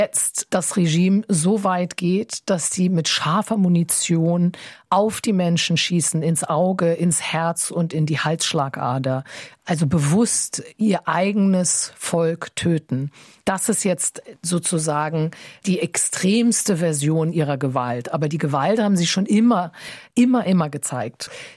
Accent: Wiesbaden, Hesse, Germany; moved away as an adult; now in France; Ich bin zum Beispiel in Wiesbaden groß geworden und ich lebe jetzt seit über 20 Jahren in Frankreich. Aber wenn ich nach Hessen komme, verspüre ich sofort eine Verbundenheit.

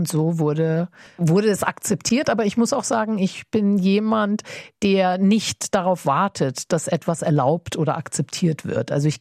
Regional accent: Germany; Ich bin ja in Deutschland geboren und aufgewachsen und glücklicherweise mit der Sprache als Sprechsprache.

